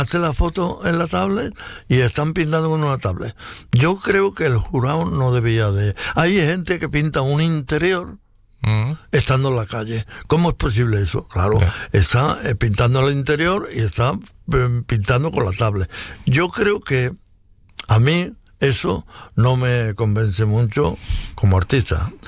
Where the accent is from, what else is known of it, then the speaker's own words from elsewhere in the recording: Cabra, Andalusia, Spain; moved away as an adult; now in Alzira, Spain; Lo que pasa es que cabra me tira. Hombre. Porque estuve hasta los 27 años.